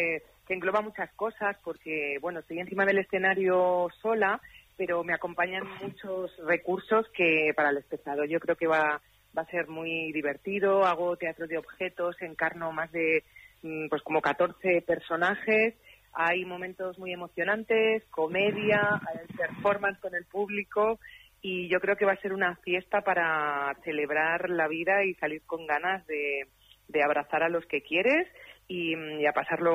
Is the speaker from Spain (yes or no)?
yes; Alcorcón, Community of Madrid, Spain; moved away; Estoy muy emocionada y feliz de poder ir ahí a Alcorcón, a mi tierra, donde vive toda mi familia y tengo mis recuerdos de infancia más bonitos.